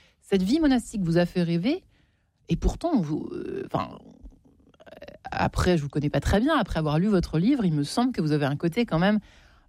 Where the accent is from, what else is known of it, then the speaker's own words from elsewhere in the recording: Versailles, Île-de-France, France; Je suis la caricature parfaite du Versaillais. Je suis né, j'ai été baptisée à Versailles dans une famille catholique pratiquante. Mon père était officier